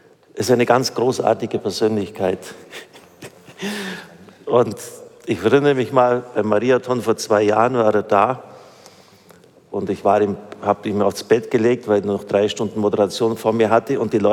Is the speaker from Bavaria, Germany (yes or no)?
yes; Fischach, Bavaria, Germany; Und am kommenden Sonntag feiere ich mit meiner Heimatgemeinde in Fischach-Wilmershofen mein 40. Priesterjubiläum, die 40-jährige Primiz.